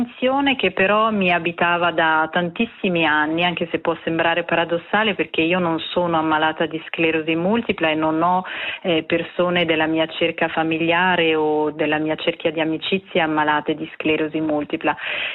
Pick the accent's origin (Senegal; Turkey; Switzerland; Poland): Switzerland; Brissago, Ticino; io sono cresciuta a Brissago, sul Lago Maggiore, quindi sulla sponda opposta rispetto al Gambarogno